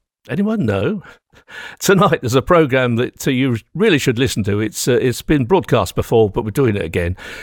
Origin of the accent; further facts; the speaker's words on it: Margate, South East England, United Kingdom; Ah, I remember in my house that I grew up in Margate, we had a scullery and also a cold room.